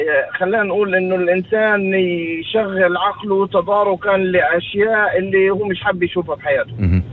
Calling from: Sakhnin, Northern District, Israel; من سخنية.

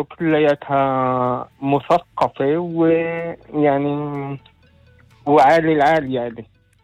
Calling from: Nazareth, Northern District, Israel; من ناصرة.

